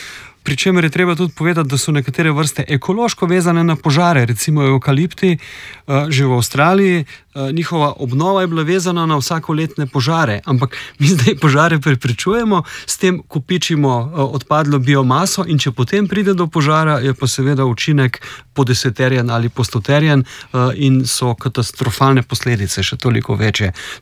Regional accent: Inner Carniola, Slovenia; Povem konkretno, sam sem doma z Notranjske, tam prevladujejo bukovi gozdovi.

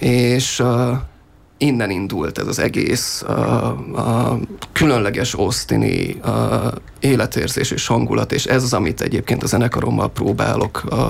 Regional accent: Hungary; Sokfelé megfordultam már az utóbbi időben, de Magyarországon nőttem fel

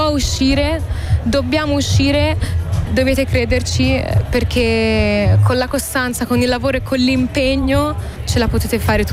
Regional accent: Tuscany, Italy; io sono toscana, ma adesso siamo in Slovenia

